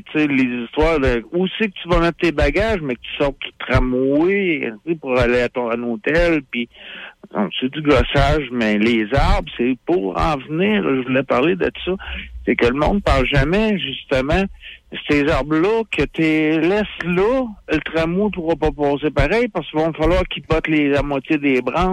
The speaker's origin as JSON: {"language": "French", "town": "Quebec City", "region": "Quebec", "country": "Canada", "tie": "born or raised there", "also_born_or_lived": "South Shore (Rive-Sud), Quebec", "said": "J'étais un gars de la rive sud, mais j'ai grandi à Québec. J'ai fait ma jeunesse au corps du Ville avec les cheveux verts ici."}